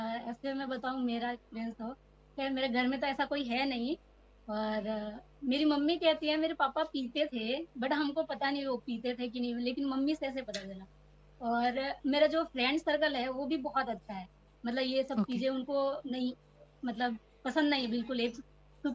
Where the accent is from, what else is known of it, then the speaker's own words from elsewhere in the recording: Haryana, India; मैं हरियाणा से हूँ, यहाँ पे स्पोर्ट्स कल्चर भी है